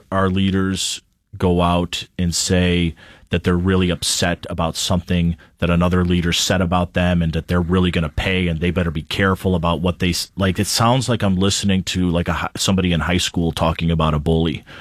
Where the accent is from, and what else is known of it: United States